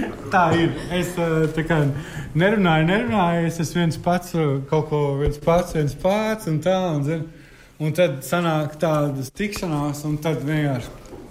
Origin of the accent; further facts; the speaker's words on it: Courland, Latvia; Viņa ir žemaitieta. Un es esmu kurzemnieks.